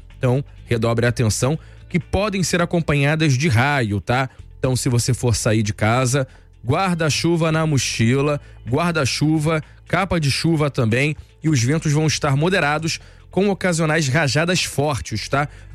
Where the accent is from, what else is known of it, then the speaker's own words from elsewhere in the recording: Rio de Janeiro, Brazil; os fluminenses que gostam desse tempo, como é o meu caso.